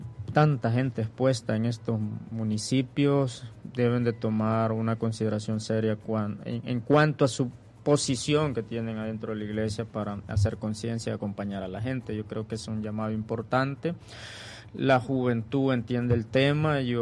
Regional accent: El Salvador; somos salvadoreños

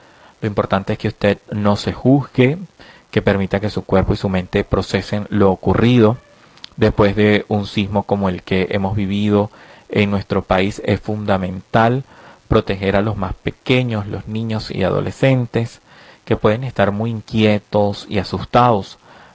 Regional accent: Venezuela

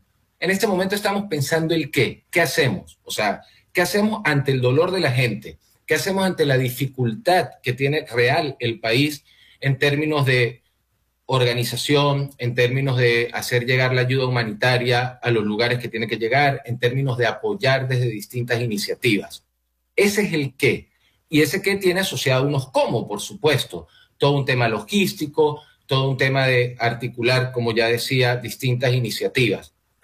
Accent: Venezuela

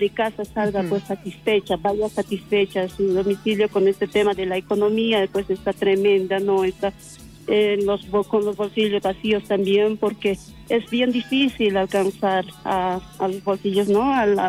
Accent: Bolivia

